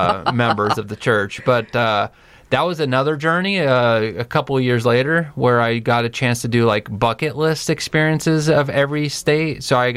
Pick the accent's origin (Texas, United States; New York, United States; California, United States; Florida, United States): California, United States; I took for granted the way that I grew up in California